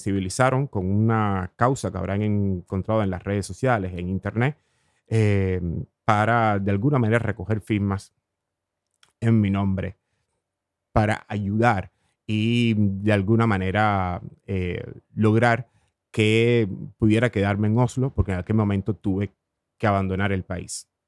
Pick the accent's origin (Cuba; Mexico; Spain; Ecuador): Cuba; moved away; Finalmente tuve que regresar a Cuba. He pasado un año en mi país. He regresado hace muy poco tiempo